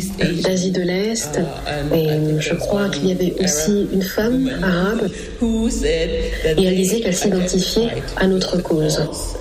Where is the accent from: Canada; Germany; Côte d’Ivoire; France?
Germany; Hamburg; J'ai grandi à Hamburg et il n'y avait que 2 ou 3 Noirs dans toute la ville, je crois.